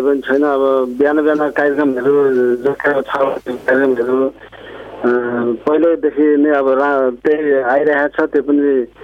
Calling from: Kathmandu, Bagmati, Nepal; काठमाडौँबाट

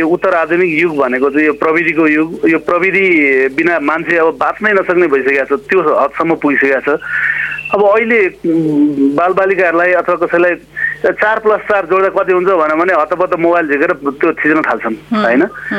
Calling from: Panchkhal, Bagmati, Nepal

